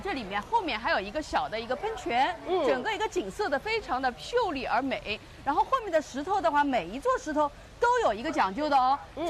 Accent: Guangdong, China; 现在欢迎大家来到我的家乡哦

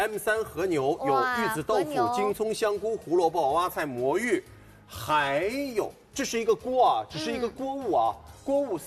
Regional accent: Shanghai, China; 如果说陆家嘴是全世界认为的上海中心的话，那么对不起，静安寺应该是咱们上海人人认为的上海的中心。

